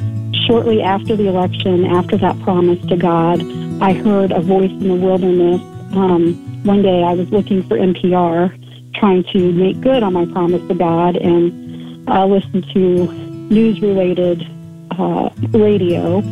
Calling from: Virginia, United States; I'm calling from Virginia.

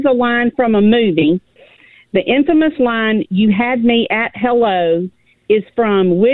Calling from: Alabama, United States; I'm from Alabama now.

